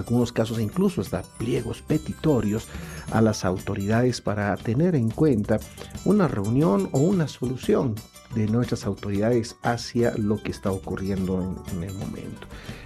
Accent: Bolivia; no solamente como bolivianos o querendones del arte y de la cultura, sino como bolivianos en general

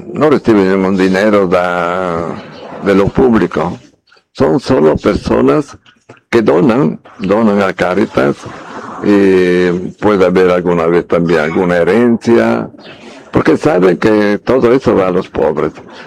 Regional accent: Italy; now in Bolivia; Y después, soy italiano, entonces ejercí mi ministerio allá, especialmente en parroquias, oratorios, hasta que vine aquí a Bolivia, San Carlos, Sagrado Corazón, Yapacaní.

